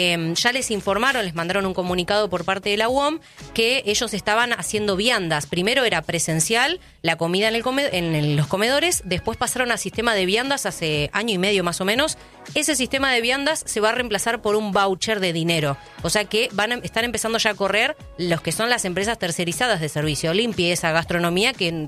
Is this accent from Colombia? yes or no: no; Argentina; Está el rebusque porque somos los argentinos, somos buscas